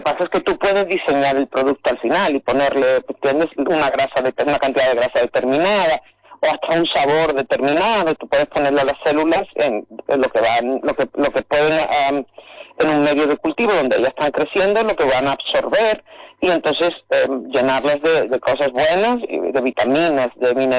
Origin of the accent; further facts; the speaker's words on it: Posadas, Andalusia, Spain; now in Mexico; yo trabajo en México, pero soy de Posadas.